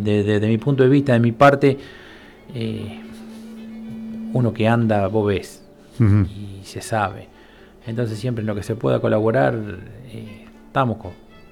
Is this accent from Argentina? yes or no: yes; Argentina